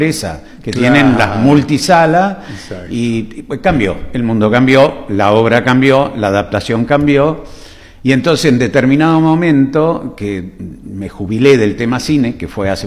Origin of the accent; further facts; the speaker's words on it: Santa Fe, Argentina; moved away; Yo soy santafesino del norte.